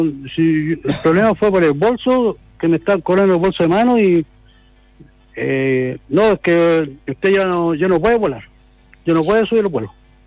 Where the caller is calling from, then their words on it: Antofagasta, Chile; yo soy de Antofa, pero ahora vivo en Santiago momentáneamente